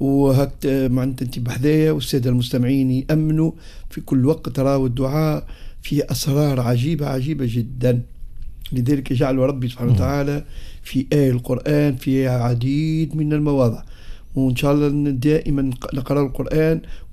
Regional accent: Tunisia; ورب يحفظ بلادنا تونس الله محفوظة إن شاء الله بجاه القرآن العظيم.

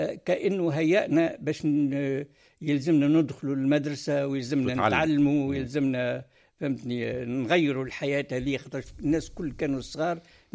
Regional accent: Khniss, Monastir Governorate, Tunisia; من مواليد خنيس، مولود في أكتوبر 39.

